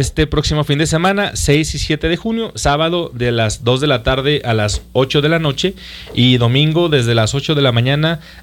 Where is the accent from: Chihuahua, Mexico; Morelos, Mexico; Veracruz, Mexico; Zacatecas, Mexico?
Zacatecas, Mexico; somos mexicanos y somos zacatecanos